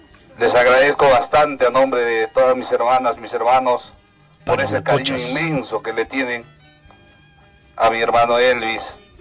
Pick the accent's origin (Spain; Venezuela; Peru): Peru; Sicuani, Cusco; Venimos desde la ciudad de Cusco, desde Sicuani. Desde la ciudad de Sicuani.